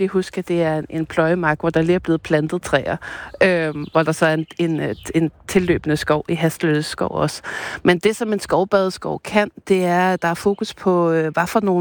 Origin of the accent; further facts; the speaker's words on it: Bornholm, Capital Region of Denmark, Denmark; som guide og som bornholmer